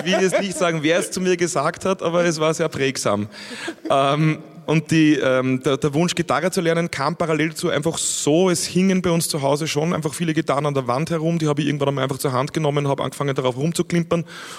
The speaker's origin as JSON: {"language": "German", "town": "St. Florian", "region": "Upper Austria", "country": "Austria", "tie": "born or raised there", "said": "Ich war mit meiner Mutter in der Musikschule St. Florian, wo ich aufgewachsen bin, die Schwester vom Blockflötenunterricht abholen."}